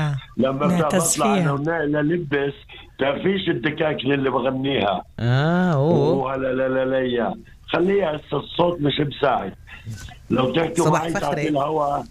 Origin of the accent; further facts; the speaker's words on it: Nazareth, Northern District, Israel; من الناصري.